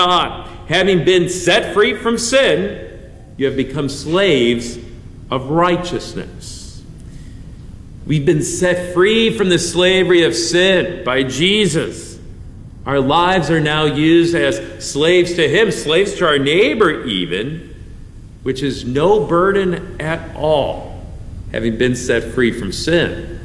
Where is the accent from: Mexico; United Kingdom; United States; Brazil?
United States; I might be free to be selfish as an American, but I am not free to be selfish as a Christian.